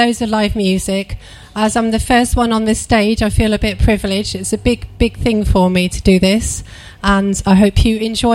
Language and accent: English; Essex, East of England, United Kingdom; Hi, I'm in Suffolk and I'm from Essex.